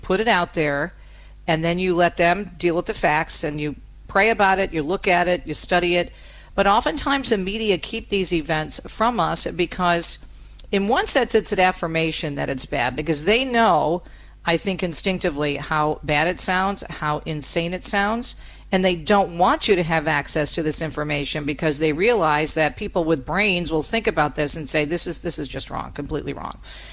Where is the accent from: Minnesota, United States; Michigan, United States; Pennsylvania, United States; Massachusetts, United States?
Michigan, United States; And my home state of Michigan, and God willing, we're returning there after the show on Monday.